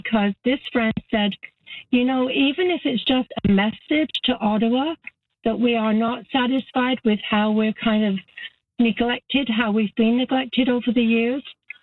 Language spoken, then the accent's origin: English; England, United Kingdom; moved away; I live on my own. I'm an immigrant from England. We came here in the late 70s.